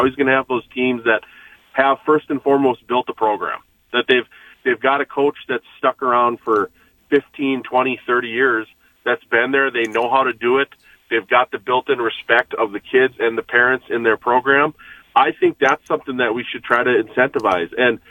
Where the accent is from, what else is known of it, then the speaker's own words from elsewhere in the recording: North Dakota, United States; that's a product of me growing up in North Dakota